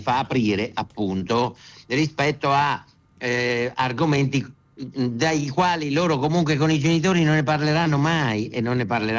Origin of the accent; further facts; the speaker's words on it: Umbria, Italy; io sono umbro, quindi so che di queste cose abbiamo veramente tanto bisogno